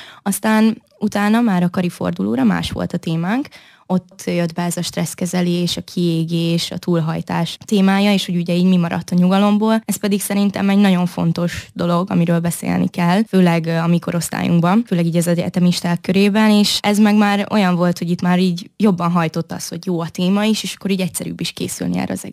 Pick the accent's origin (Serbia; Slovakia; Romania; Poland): Serbia; Vojvodina; moved away as an adult; now in Hungary; Igazából én szerb közegben nőttem fel, és szerintem ez nagyon kihatással is van a személyiségemre. Nem tudom, hogy mennyire közhelyes ez, hogy a vajdaságiak vagy a szerbek, ők ilyen nagyon lazák